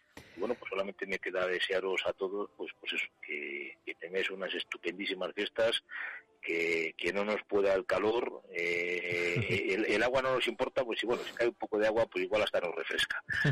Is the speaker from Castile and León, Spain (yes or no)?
yes; Gómara, Castile and León, Spain; mi pueblo de Gómara